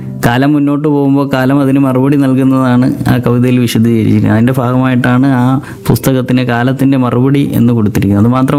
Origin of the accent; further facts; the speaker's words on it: Thamarakulam, Kerala, India; also born or lived in Tamil Nadu; now in Anchalumoodu, India; അമ്മയുടെ സ്ഥലം നാഗർകോവിലാണ്, ഞാൻ ജനിച്ചത് തമിഴ്നാട്ടിലാണ്. എങ്കിലും ഞാനിവിടെ കൊല്ലത്ത് താമരക്കുളം സ്വദേശിയാണ്. നിലവിൽ ഞാൻ താമസിക്കുന്നത് അഞ്ചാലുംമൂടാണ്.